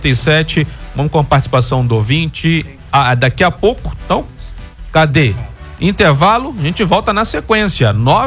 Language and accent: Portuguese; Maceió, Alagoas, Brazil; born there; nasci em Maceió, tenho famílias em Rio Largo, cidade da região metropolitana